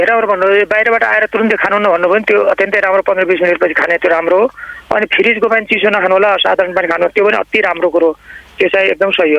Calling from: Banke, Lumbini Province, Nepal

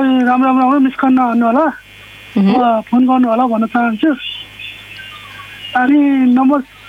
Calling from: Makwanpur, Bagmati, Nepal

